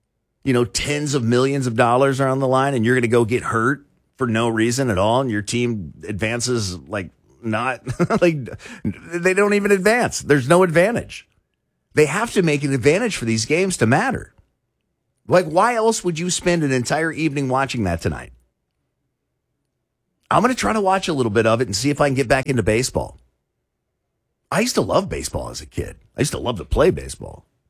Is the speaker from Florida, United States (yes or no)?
yes; Florida, United States; I'm from South Florida. So, you know, spring training happened down there.